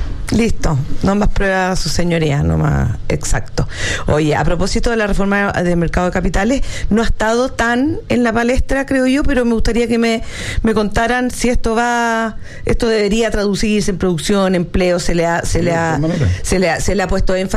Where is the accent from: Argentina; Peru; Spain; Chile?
Chile; los únicos perjudicados estamos siendo los chilenos.